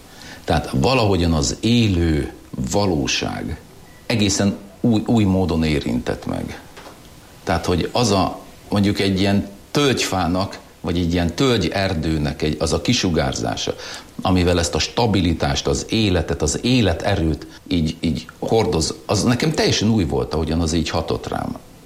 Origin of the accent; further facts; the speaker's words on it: Western Hungary, Hungary; first language German; Hungarian is a second language; Én eredetileg német nemzetiségű vagyok. Hient.